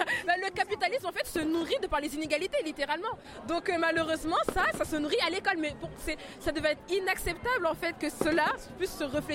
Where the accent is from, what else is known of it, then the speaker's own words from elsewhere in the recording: Tremblay-en-France, Île-de-France, France; Et moi, je viens du coup de Tremblay en France, à côté de Villepinte et Sevran. Du coup, voilà. Et en tant que Tremblaisienne